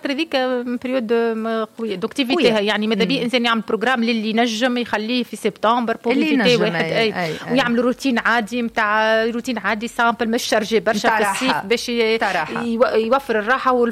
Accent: Tunisia; احنا تونسي

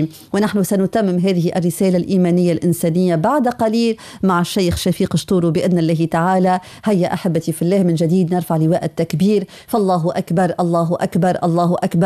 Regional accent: Tunisia

